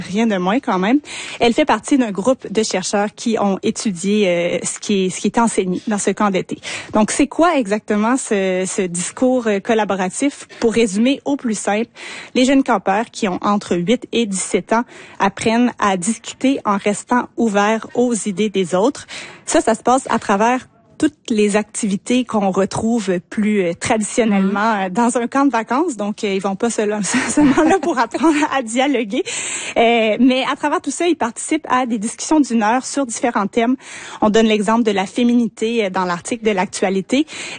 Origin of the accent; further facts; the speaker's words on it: Quebec, Canada; chez nous au Québec